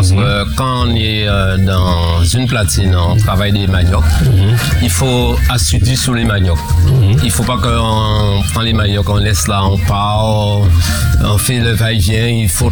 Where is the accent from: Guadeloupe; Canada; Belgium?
Guadeloupe; Capesterre; Oui, je suis de Capesterre.